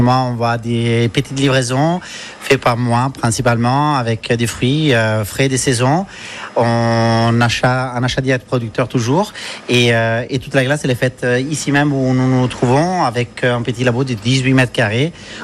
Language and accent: French; Italy; accent: Italian; French is a second language; moved away as an adult; now in La Ciotat, France; c'est un accent italien en effet. Moi je suis italien de naissance, j'ai grandi en Italie, j'ai jusqu'à mes 21 ans dans mon pays natal et depuis 2007 vraiment de manière stable à la Ciotat. Donc oui, je suis quand même un vrai ciotadin d'adoption.